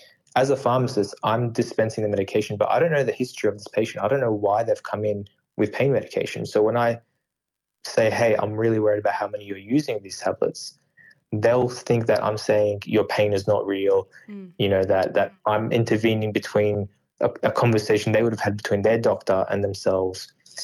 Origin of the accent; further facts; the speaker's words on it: Sydney, New South Wales, Australia; I'm from Sydney and I can't get from my home to the city without paying some sort of toll